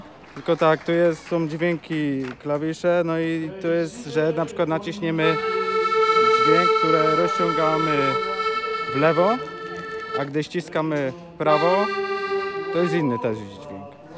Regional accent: Żabnica, Silesian Voivodeship, Poland; now in Kamesznica, Poland; pochodzę z Żabnicy, a teraz mieszkam w Kamysznicy, bo zanim się tak wybudował.

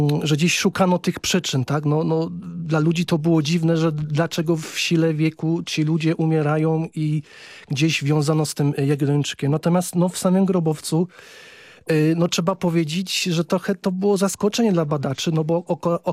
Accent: Kraków, Lesser Poland, Poland; U nas w Krakowie

